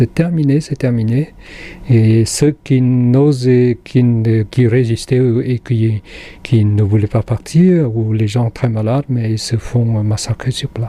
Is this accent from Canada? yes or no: no; Cambodia; now in France; C'est que j'ai quitté le Cambodge comme sur quelque chose que je ne maîtrisais pas du tout. Et même en arrivant en France, au bout de 3 ans, j'ai fait des cauchemars presque tous les soirs.